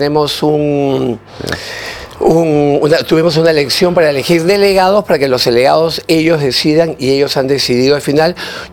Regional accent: Végueta, Lima, Peru; also born or lived in Cerro Alegre, Cañete; Yo nací en Lima, a ver, mis primeros años de vida en Vegeta, en Huaura, y luego en Cerro Alegre, en Cañete. Años maravillosos, sí.

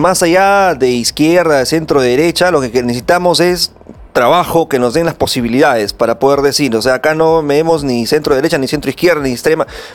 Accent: Peru; Si ellos son peruanos, nosotros también somos peruanos

